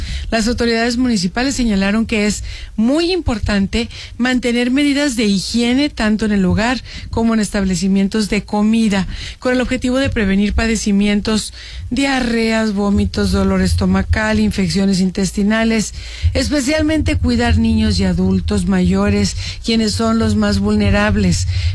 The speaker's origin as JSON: {"language": "Spanish", "country": "Mexico", "said": "Todos somos mexicanos"}